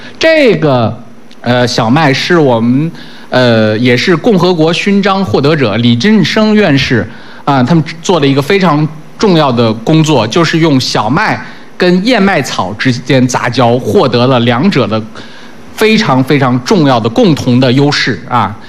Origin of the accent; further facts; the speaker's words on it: China; 最终我们要把我们中国人的饭碗牢牢地端在我们中国人自己的手里